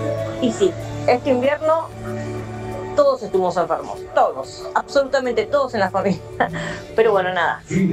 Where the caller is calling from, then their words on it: San Antonio de Padua, Buenos Aires Province, Argentina; soy de Padua.